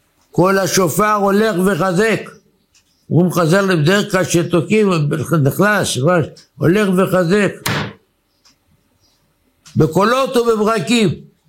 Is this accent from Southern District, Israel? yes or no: no; Bat Yam, Tel Aviv District, Israel; אני הייתי ילד, אני לא גדלתי באזור חרדי, אני בת ימי.